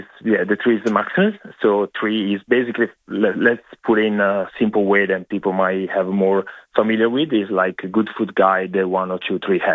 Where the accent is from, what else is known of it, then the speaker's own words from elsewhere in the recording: Italy; moved away as an adult; also born or lived in Sydney, Australia; now in Adelaide Hills, Australia; And I choose the Adelaide Hills because I love it. Very similar to my hometown in Italy. And that's basically the reason why I moved to Adelaide.